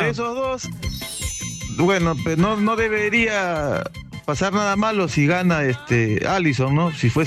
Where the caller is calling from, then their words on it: Carabayllo, Lima, Peru; Saludos desde Caraballón.